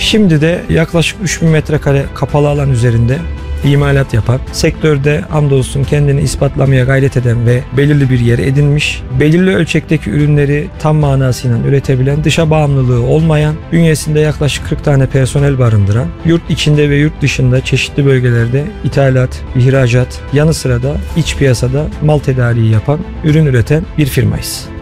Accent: Kayseri, Turkey; 1988 Kayseri doğumluyum. İlk, orta, lise ve lisans öğretimimi Kayseri'de tamamladım.

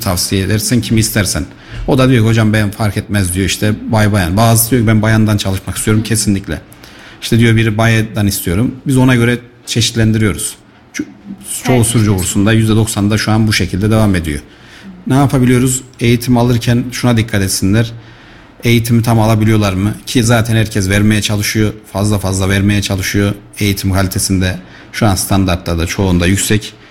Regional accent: Kayseri, Turkey; mesela biz Kayserliyiz. Pazarlığı seviyoruz, fiyatı seviyoruz, ucuz olmasını istiyoruz.

